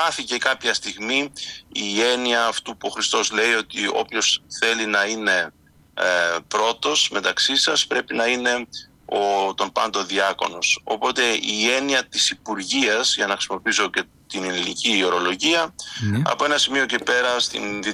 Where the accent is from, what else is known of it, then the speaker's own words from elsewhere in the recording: Greece; εμείς ως Έλληνες και ως Ορθόδοξοι